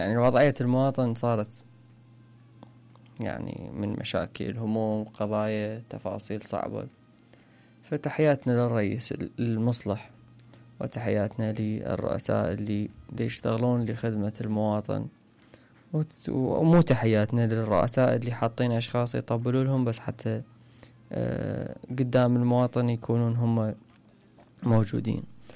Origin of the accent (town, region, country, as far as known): Iraq